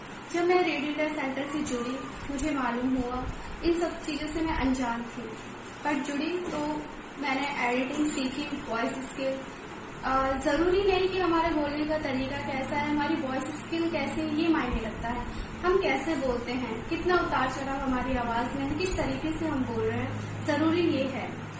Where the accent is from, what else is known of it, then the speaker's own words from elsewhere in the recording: Delhi, India; और मैं दिल्ली से हूँ।